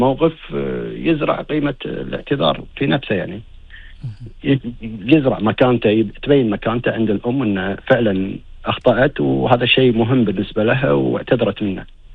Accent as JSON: {"language": "Arabic", "country": "Kuwait", "said": "إحنا عندنا كويتي يقول طق الحديد وهو حامي،"}